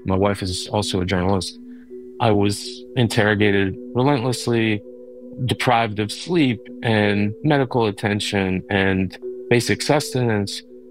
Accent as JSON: {"language": "English", "region": "California", "country": "United States", "tie": "born or raised there", "said": "Look, I was born and raised in California."}